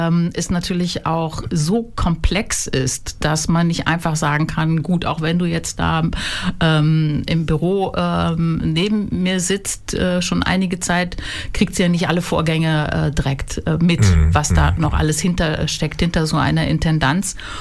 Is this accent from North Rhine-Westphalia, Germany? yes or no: yes; Mönchengladbach, North Rhine-Westphalia, Germany; Nein, ganz ursprünglich bin ich aus Mönchengladbach.